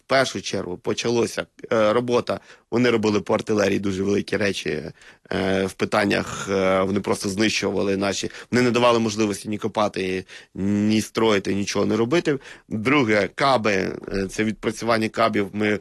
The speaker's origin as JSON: {"language": "Ukrainian", "region": "Luhansk Oblast", "country": "Ukraine"}